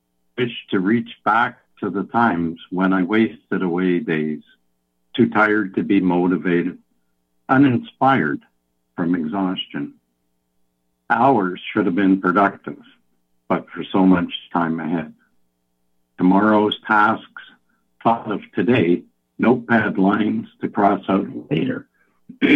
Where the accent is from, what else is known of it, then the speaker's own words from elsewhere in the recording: Toronto, Ontario, Canada; born there; moved away; also born or lived in Alberta; I was born in Toronto